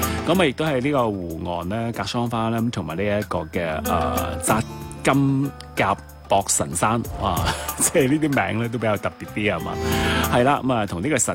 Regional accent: Guangdong, China; 对我哋广东人

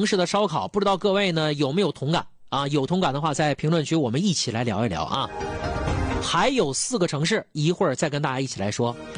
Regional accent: Heilongjiang, China; born there; now in Dalian, China; 我就是黑龙江人，

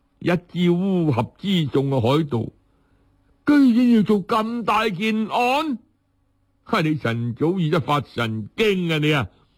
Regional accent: Guangdong, China; 他是我们广东人来的嘛，

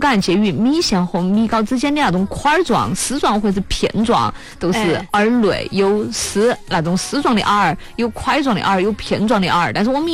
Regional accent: China

